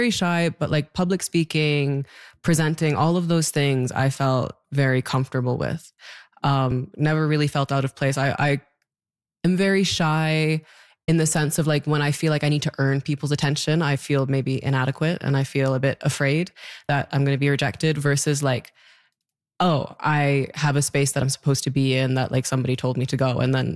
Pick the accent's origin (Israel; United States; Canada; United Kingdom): Canada; Newfoundland and Labrador; born there; I was born in Newfoundland.